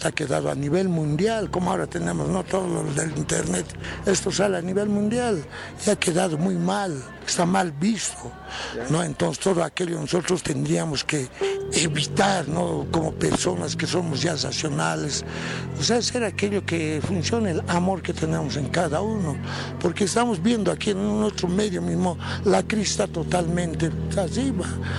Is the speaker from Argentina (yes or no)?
no; Bolivia; tratar de que nosotros como bolivianos ser tal vez una luz a nivel mundial, ¿no?